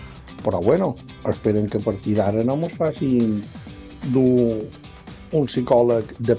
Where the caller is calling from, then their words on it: Palma, Balearic Islands, Spain; de Calagamba.